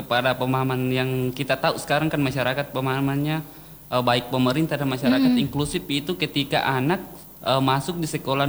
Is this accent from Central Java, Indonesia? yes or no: no; Papua, Indonesia; Saya mulai dari 2017, saya kan dari Papua.